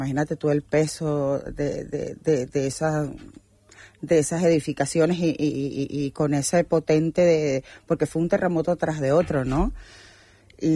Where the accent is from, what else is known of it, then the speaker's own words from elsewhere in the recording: Maturín, Monagas, Venezuela; moved away as an adult; now in Spain; en mi tierra, en Maturín, en Monagas